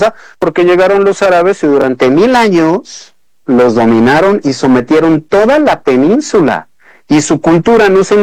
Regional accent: Mexico; No somos España, no somos los pueblos prehispánicos, somos mexicanos como producto de todas esas cosas.

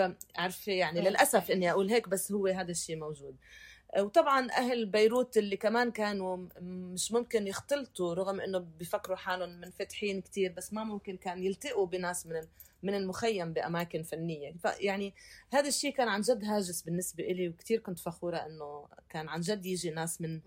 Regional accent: Palestine; انا فلسطينية. يعني تخيل انا لهجتي يمكن ما بعرف، ساعة يقول لي تونسية، ساعة يقول لي كذا، ساعة يقول لي اردن، ساعة يقول سوريا، بس ما تخيل فلسطين

